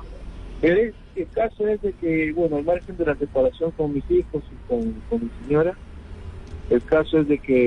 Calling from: Chiclayo, Lambayeque, Peru; Te saluda … de Chiclayo.

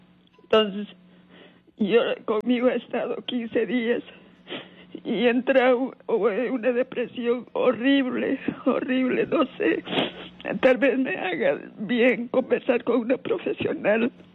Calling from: Lima, Peru; Yo ahorita le estoy llamando de San Juan del Urigancho.

